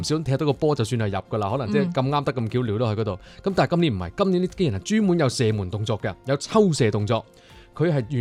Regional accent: Guangdong, China; 我作為一個廣東人

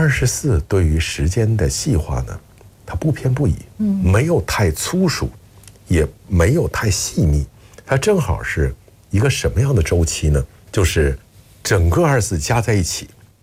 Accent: Northeast China, China; 我是东北人，

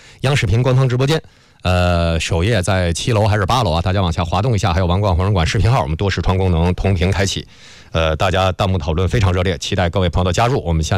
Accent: China

